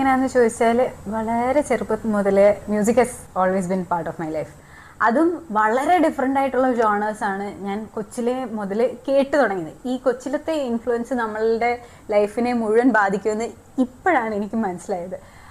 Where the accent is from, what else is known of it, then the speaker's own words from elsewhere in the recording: Dubai, United Arab Emirates; ഞാൻ ദുബായിലാണ് പഠിച്ചത് വളർന്നതൊക്കെ.